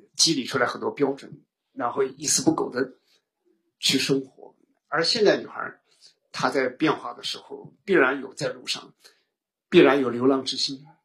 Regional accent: China; 我们中国人

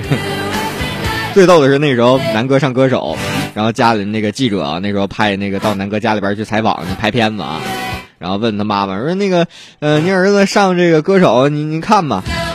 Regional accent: Liaoning, China; 要不是因为我也是辽宁的

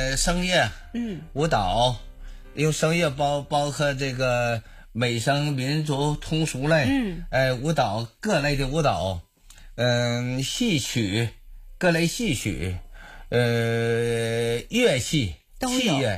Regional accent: Panjin, Liaoning, China; moved away as an adult; now in Shenyang, China; 我的老家，我从盘锦过来的，我在盘锦交警支队退的休

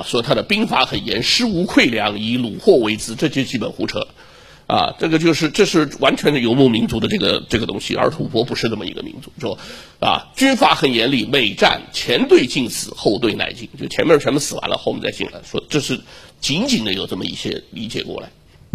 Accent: Yunnan, China; moved away; 南诏就是我老家云南这个地方。

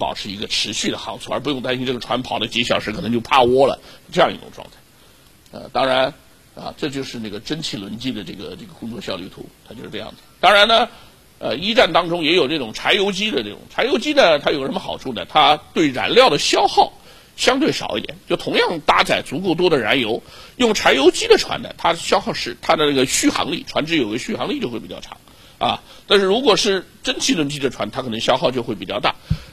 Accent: Shanghai, China

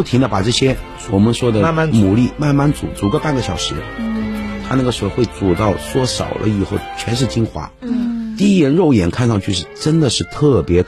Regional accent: Taiwan; 我们台湾人

